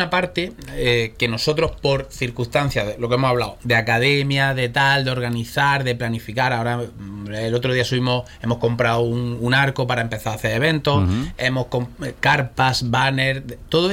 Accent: Almería, Andalusia, Spain

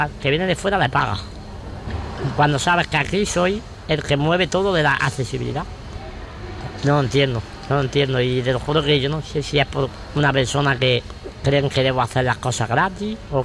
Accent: Almería, Andalusia, Spain; porque vivo aquí. Soy de Almería.

